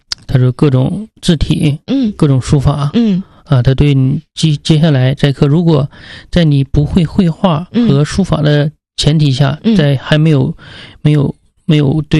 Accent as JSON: {"language": "Chinese", "town": "Panshi", "region": "Jilin", "country": "China", "tie": "born or raised there", "said": "因为就是土生土长的地方嘛"}